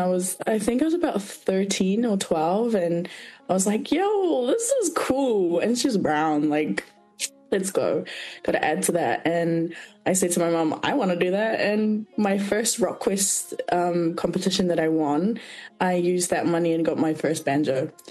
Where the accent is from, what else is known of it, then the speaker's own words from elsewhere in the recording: Tainoa, Waikato, New Zealand; I am from Tainoa, a little town in the mighty Waikato. I'm also from Niue in Fiji. I come from Numukailau in Fiji.